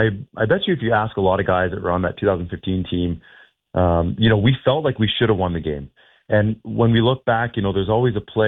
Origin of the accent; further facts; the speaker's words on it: Peterborough, Ontario, Canada; now in Ottawa, Canada; I grew up in around Peterborough with a ton of lakes around there.